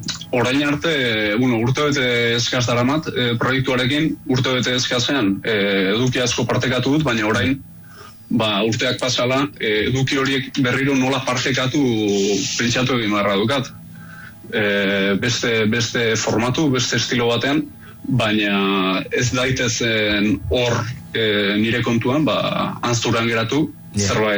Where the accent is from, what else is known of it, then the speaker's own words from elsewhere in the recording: Vitoria-Gasteiz, Basque Country, Spain; gasteiztarra naizen aldetik